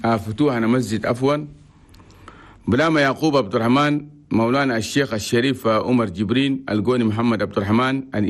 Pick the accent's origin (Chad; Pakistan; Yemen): Chad; وأننا كلنا تشاديين